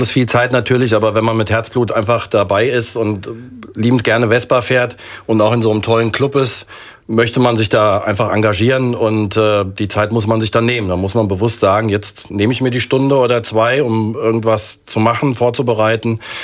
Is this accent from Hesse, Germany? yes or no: yes; Wiesbaden, Hesse, Germany; now in Wolfsheim, Germany; Ursprünglich, der Ursprung war tatsächlich in Wiesbaden. Ich bin in Wiesbaden groß geworden